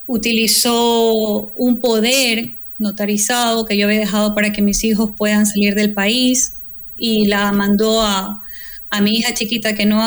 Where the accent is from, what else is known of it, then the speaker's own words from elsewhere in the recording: Ecuador; moved away as an adult; now in Spain; Yo soy una madre ecuatoriana